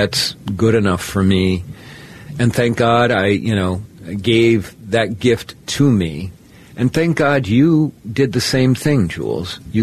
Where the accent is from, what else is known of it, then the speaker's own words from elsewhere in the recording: Iowa, United States; now in Minnesota, United States; the reason I live in Minnesota, because I grew up in Iowa, and for a long time my heart was in Iowa